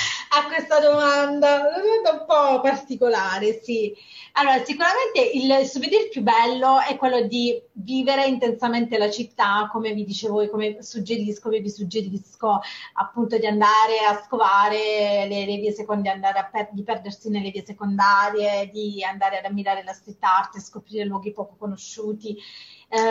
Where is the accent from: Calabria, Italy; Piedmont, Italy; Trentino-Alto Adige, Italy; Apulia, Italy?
Apulia, Italy; accent: Apulian; Poi un posto per mangiare i panzerotti, perché io sono pugliese, come appunto si può sentire